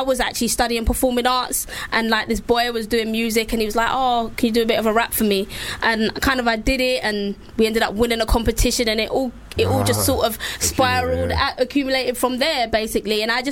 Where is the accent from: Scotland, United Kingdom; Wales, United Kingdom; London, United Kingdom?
London, United Kingdom; accent: Cockney; I'm from Stepney.